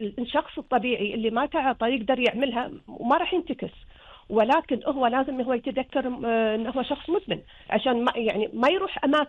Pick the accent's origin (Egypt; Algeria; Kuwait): Kuwait; هنا عندنا بالكويت